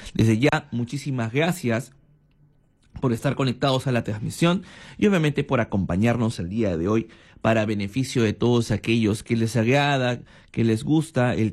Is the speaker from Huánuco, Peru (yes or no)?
no; Chiclayo, Lambayeque, Peru; now in Lima, Peru; Cuando estoy en mi tierra también, Chiclayo, es un poquito más calmado.